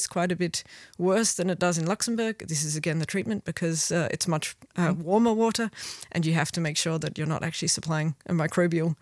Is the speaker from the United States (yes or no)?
no; Perth, Western Australia, Australia; born or raised there